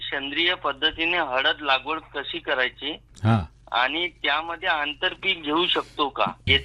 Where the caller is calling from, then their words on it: Warora, Maharashtra, India; माझं वरोडा, नागपूर.